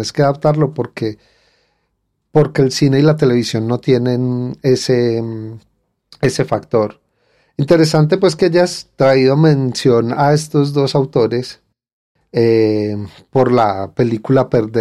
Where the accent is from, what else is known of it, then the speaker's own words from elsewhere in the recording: Colombia; los colombianos no vemos mucho cine colombiano